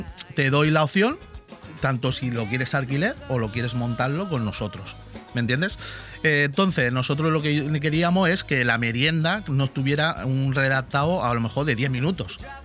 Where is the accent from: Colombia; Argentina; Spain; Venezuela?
Spain; Villajoyosa, Valencian Community; mucha gente de mi pueblo me ha venido, ole … gracias por revivir lo que se nos había perdido. Porque date cuenta que yo era un crío. Cuando nosotros nos quitaron el ferial en Villajoyosa